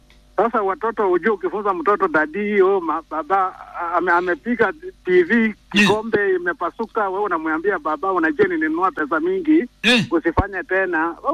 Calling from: Eldoret, Uasin Gishu County, Kenya; Hapa Eldoret

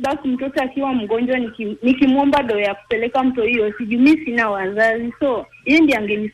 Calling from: Kisumu, Kisumu County, Kenya; Natoka Kisumu. I was born 2000.

